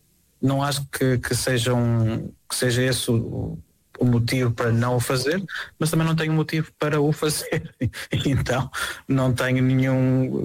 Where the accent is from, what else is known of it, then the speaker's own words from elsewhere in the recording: Portugal; Assim, sendo português vivendo na Europa, não, as coisas são mais perto do que eu penso.